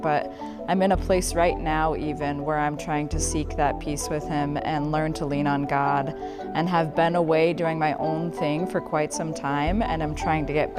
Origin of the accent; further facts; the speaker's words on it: Butte, Montana, United States; now in Missoula, United States; I am from Butte, Montana originally, but I live here in Missoula and have for about 10 years.